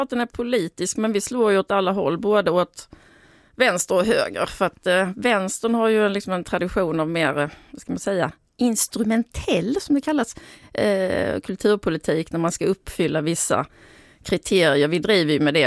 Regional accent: Hammar, Skåne, Sweden; jag är uppvuxen i Hammar och Anna-Lena är uppvuxen i Fjälkestad.

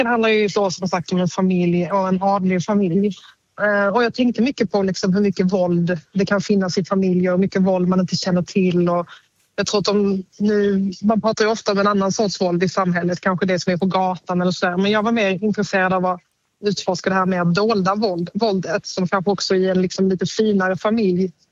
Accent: Skåne, Sweden; accent: Skåne dialect; Det är min skånska.

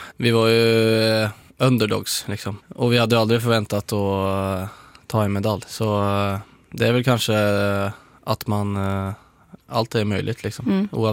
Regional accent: Lørenskog, Akershus, Norway; moved away as an adult; now in Malmö, Sweden; Från Lørenskog heter det. Ligger en kvart utanför Oslo.

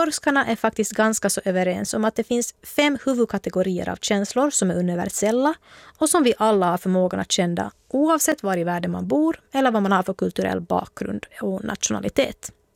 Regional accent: Finland; jag är från Finland

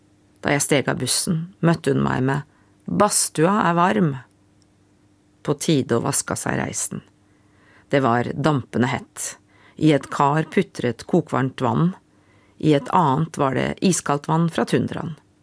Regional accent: Norway; accent: Norwegian; Swedish is a second language; Och min norska accent ville avslöra min utländighet.

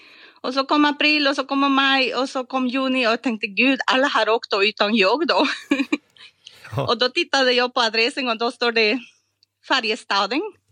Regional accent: Costa Rica; Swedish is a second language; moved away; Jag kommer från Costa Rica. Mm-hmm. Och har studerat i Polen då på 90-talet.

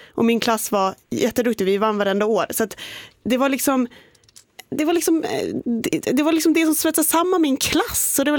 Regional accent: Umeå, Västerbotten County, Sweden; jag är ju från Sveriges brännbollstad.

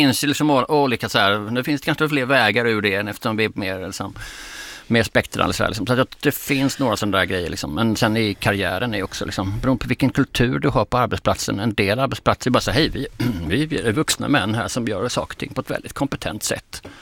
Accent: Skåne, Sweden; Jag tänker, du är värmlänning och jag är skåning.

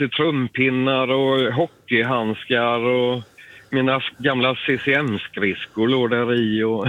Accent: Vetlanda, Jönköping County, Sweden; moved away as an adult; now in Gothenburg, Sweden; flytt från Vetlanda till Göteborg, för jag kommer från Vetlanda, Småland.

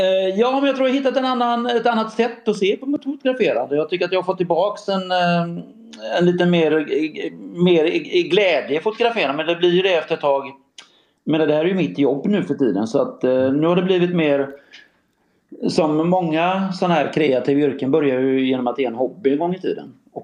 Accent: Varberg, Halland County, Sweden; born there; För länge sedan, hemma i Varberg en gång i tiden.

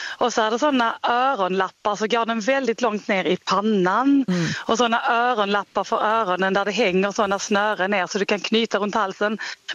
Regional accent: Skåne, Sweden; now in Oslo, Norway; alltså jag bor i Oslo, ja. Även om jag är från Skåne.

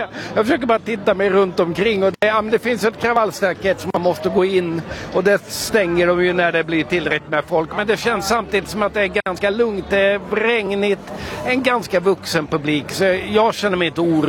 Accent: Gothenburg, Västra Götaland County, Sweden; som göteborgare

